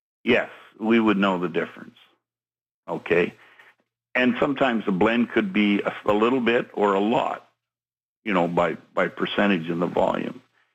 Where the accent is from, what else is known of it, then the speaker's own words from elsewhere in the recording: McCreary, Manitoba, Canada; Well, I'm from McCreary, and our label is Manitoba maple syrup.